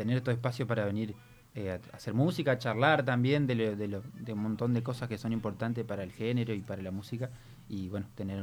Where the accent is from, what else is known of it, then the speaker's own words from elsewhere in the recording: Victoria, Entre Ríos, Argentina; Victoria somos un montón … ahí somos un montón de sobrinos, mis padres, mis hermanos